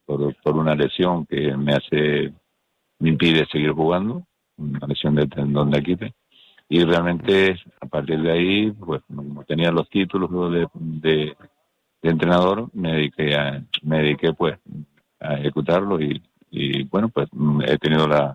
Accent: Canary Islands, Spain; como canario te sientes un montón, pues, orgulloso.

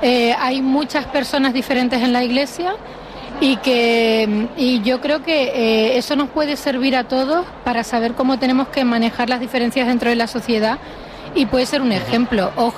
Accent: Canary Islands, Spain; Para mí es un orgullo como canaria

